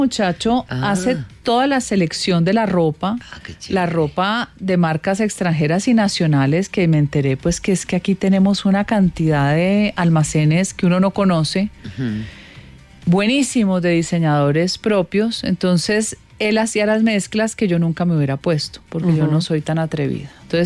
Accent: Cali, Valle del Cauca, Colombia; moved away; Yo me engordé 6 kilos cuando me vine de Cali por el cambio de todo, el entorno, el frío, la alimentación, no había dónde hacer ejercicio. Yo estudiaba en los Andes y no había nada.

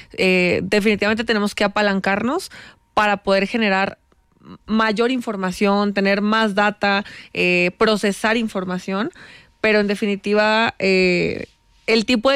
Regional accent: Mexico; Como podrás ver, yo soy mexicana y también somos grandes apasionados por el deporte

